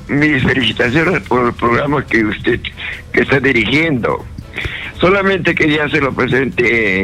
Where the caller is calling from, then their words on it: Huancavelica, Peru; mi pueblo, Caja Espíritu, a Cobamba, Huancavelica